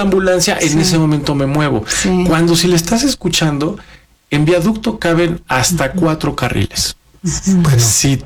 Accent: Mexico; así somos los mexicanos

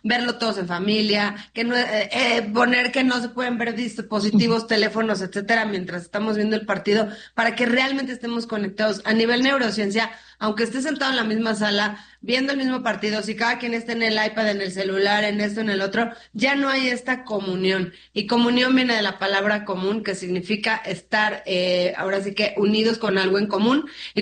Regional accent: Mexico; somos mexicanos

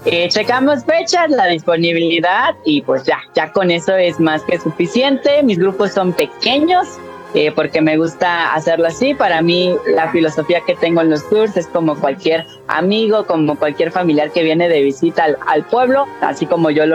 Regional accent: Oaxaca, Mexico; yo soy de la Mixteca, hay un platillo que se elabora que se llama chile ajo, es un molito a base de chile costeño y se lleva carne de puerco. Cuando yo me mudé aquí a la ciudad de Oaxaca

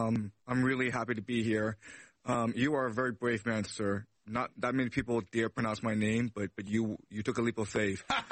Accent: Toronto, Ontario, Canada; moved away as an adult; now in China; Yeah, so I was born in China, but when I was 6, we went over to Toronto. That's where I grew up. I studied at Yale College, English Literature, and then I went back to China to work in education.

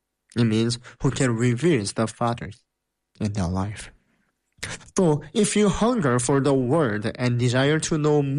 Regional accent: South Korea; I am the missionary from South Korea.

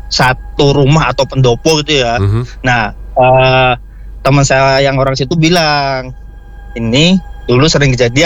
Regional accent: Java, Indonesia; moved away; saya kan besar di Jawa.

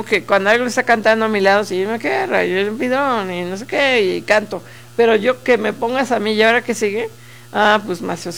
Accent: Mexico; no me sé el himno nacional, no podría pasar la prueba de mexicanidad.

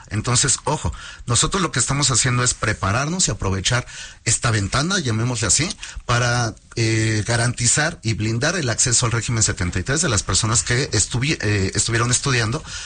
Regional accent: Mexico

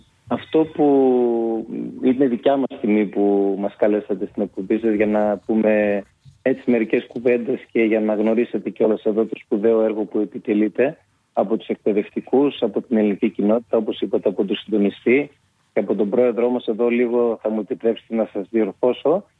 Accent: Giannitsa, Central Macedonia, Greece; also born or lived in Hamburg, Germany / Thessaloniki; Η καταγωγή μου είναι από τα Γιάννητσά του Μωμοπέλης. Έχω γεννηθεί εκεί πέρα. Έχω ζήσει μέχρι 7 χρονών, οι γονείς μου ήταν μετανάστες στη Γερμανία. Έζησα μέχρι 7 χρονών στο Αμβούργο. Επιστρέψαμε, μετά σπούδασα στη Θεσσαλονίκη

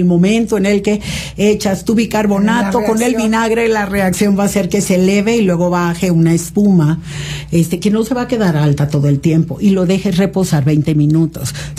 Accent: Tabasco, Mexico; Lo que pasa es que allá en mi pueblo dirían, en Tabasco, que hace tanto calor, todo lo que esté frío vale más.

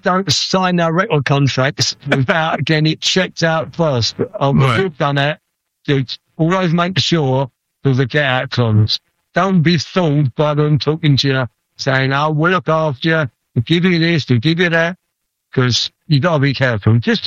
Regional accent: England, United Kingdom; from the band … We're from England

